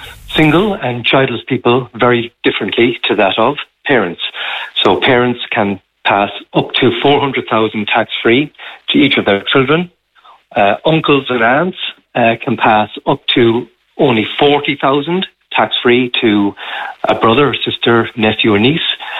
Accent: Cork, Munster, Ireland; I'm from Cork.

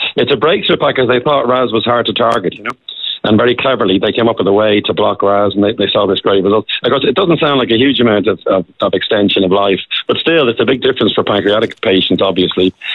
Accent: Ireland; And they're all talking about … to me, given that I'm from Ireland.

